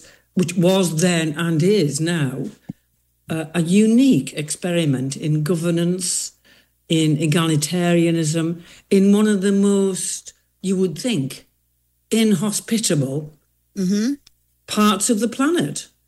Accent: England, United Kingdom; I'm English, I'm white

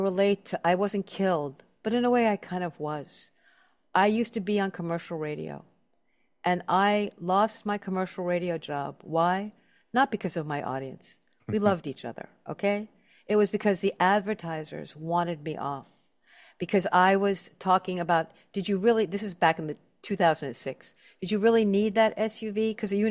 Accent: New York, United States; Yes, I was from New York, but that's the only thing about me that was true.

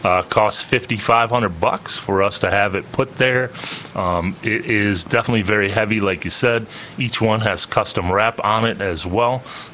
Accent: Benzie County, Michigan, United States; I actually was raised here in Benzie County, graduate of Benzie Central

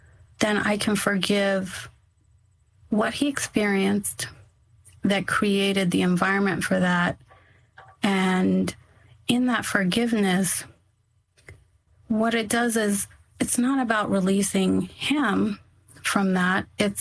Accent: Yuma, Arizona, United States; because I grew up in Yuma, Arizona. We're right on the border. And so there's a large Hispanic population, and growing up around

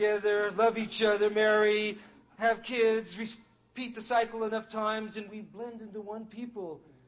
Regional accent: Hawaii, United States; born there; I was born in Hawaii

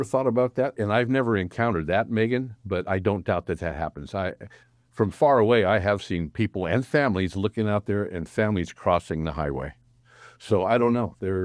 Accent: California, United States; So California, my state, my home state, and I still live there

